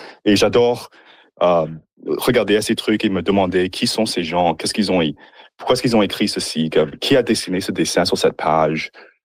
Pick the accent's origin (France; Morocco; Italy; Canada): Canada; Nipawin, Saskatchewan; moved away; Je suis originaire de l'Ipawin. Je suis même à l'Ipawin tout de suite là, chez mes parents.